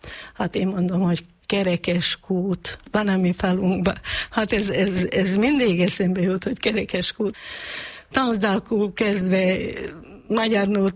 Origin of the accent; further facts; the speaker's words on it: Vyšný Lánec, Košice Region, Slovakia; moved away as an adult; now in Seňa (Szeszta), Slovakia; nálunk a faluba Felsőláncon.